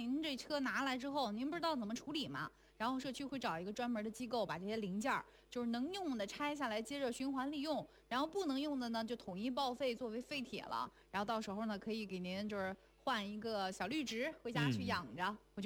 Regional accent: Dalian, Liaoning, China; moved away; 在我们大连那边的时候

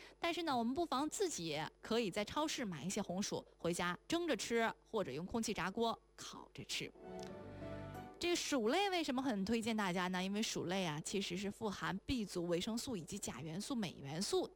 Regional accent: Jilin, China; 在我的老家家乡东北吉林，当地呢，当时吃的更多的可能是那种淡黄色的红薯

